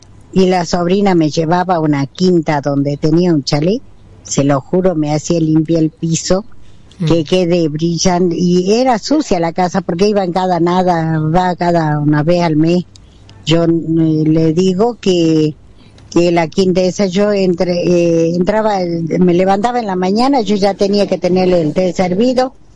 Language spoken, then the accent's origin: Spanish; San Antonio, Argentina; also born or lived in Buenos Aires; now in Carmen, Argentina; yo vine del lugar de San Antonio. Yo no soy de acá del Carmen, yo soy de San Antonio.